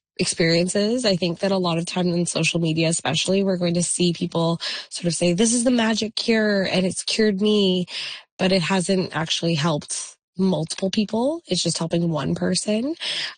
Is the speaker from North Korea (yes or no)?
no; India; Not just in India, but I'll say India just because I'm Indian